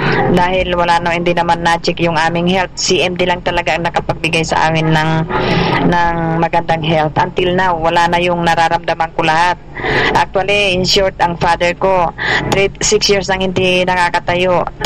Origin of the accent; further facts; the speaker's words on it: Malasiqui, Pangasinan, Philippines; Malasiki, Pangasinan. I'm from Malasiki, Pangasinan.